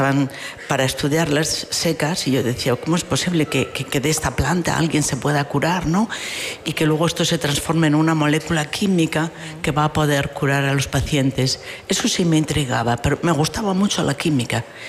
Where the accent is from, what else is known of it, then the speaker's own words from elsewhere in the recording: Carrizo de la Ribera, Castile and León, Spain; moved away; Me siento tremendamente unida a mi pueblo de Carrizo